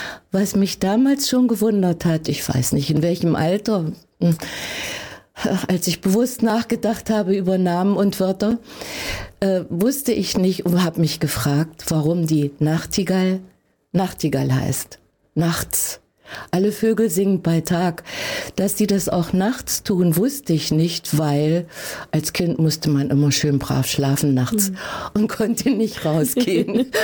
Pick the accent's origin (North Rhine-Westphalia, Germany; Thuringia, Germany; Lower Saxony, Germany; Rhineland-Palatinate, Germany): Thuringia, Germany; Heiligenstadt; born there; now in Lengenfeld, Germany; Ich bin in Heiligenstadt geboren, also nicht weit von hier, und vor etwa 30 Jahren nach Lengenfeld gezogen